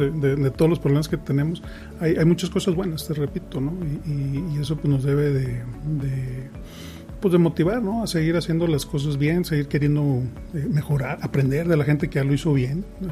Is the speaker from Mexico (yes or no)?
yes; Mexico; Yo soy fan de nuestro país